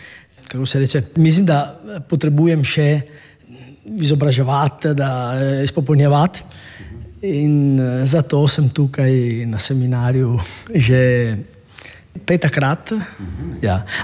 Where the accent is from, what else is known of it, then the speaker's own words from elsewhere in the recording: Padua, Veneto, Italy; Slovenian is a second language; moved away as an adult; also born or lived in Trieste; now in Trieste area, Italy; Točno ne, ker moja družina prihaja iz Sicilije. Jaz sem se rodil v Padovi, tam sem živel 30 let in potem je zdelo preravno v Padovi in sem se preselil v Trst prej in potem v dolino pri Trstu